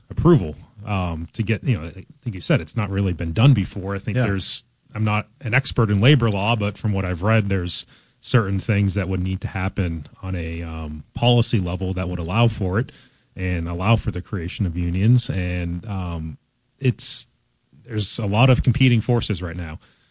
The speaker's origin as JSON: {"language": "English", "town": "Buffalo", "region": "New York", "country": "United States", "said": "And I came from Buffalo down here."}